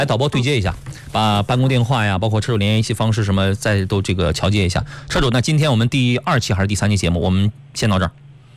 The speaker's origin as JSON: {"language": "Chinese", "town": "Qingdao", "region": "Shandong", "country": "China", "tie": "born or raised there", "moved": "yes", "said": "我们青岛的，我老家的朋友"}